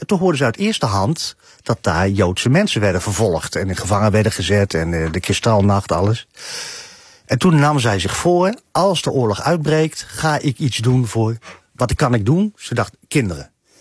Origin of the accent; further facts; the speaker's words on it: Utrecht, Netherlands; Ik ben een Utrechter. Ik groeide op in Utrecht.